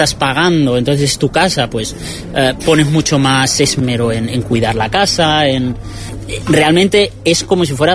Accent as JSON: {"language": "Spanish", "town": "Puertollano", "region": "Castilla-La Mancha", "country": "Spain", "moved": "as an adult", "said": "Pues soy de Puerto Llano, de Ciudad Real, y vine, pues, la verdad es que un poco a la aventura."}